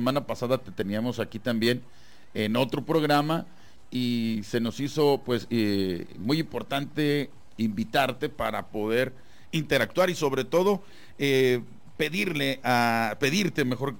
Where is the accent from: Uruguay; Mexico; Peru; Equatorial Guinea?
Mexico; Guadalajara, Jalisco; born there; Chivacholos juegan en Guadalajara, la tierra que vio nacer …. Juegan en mi tierra